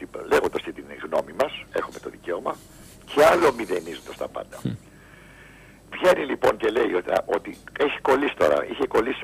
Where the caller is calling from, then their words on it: Peristeri, Attica, Greece; από το Περιστέρι.